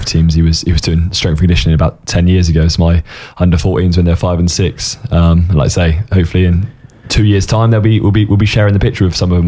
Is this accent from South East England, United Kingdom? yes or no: no; Poole, South West England, United Kingdom; born there